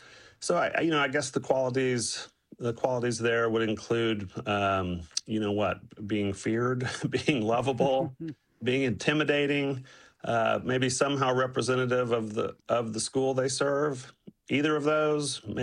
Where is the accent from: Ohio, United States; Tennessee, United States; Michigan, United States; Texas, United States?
Texas, United States; Temple; And I grew up in Temple. I was a wildcat